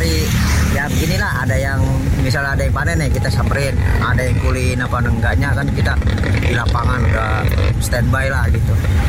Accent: Karawang, West Java, Indonesia; Kalau kita sih misalnya dari Kerawang ini, saya pribadi dari Kerawang dan sampai ke sini paling kita cari tempat-tempat yang panen.

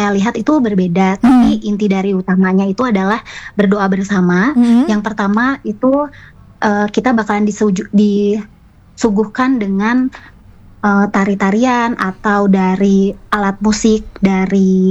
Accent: Bali, Indonesia; Kebetulan saya asli Bali, jadi saya pakai pakaian kebaya Bali.

